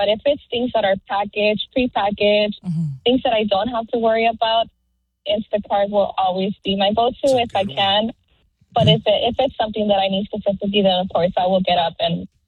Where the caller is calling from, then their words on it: North Hollywood, California, United States; I'm calling from North Hollywood.